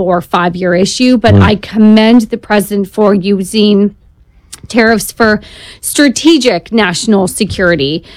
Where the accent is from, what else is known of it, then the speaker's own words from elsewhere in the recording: California, United States; And I'm from California.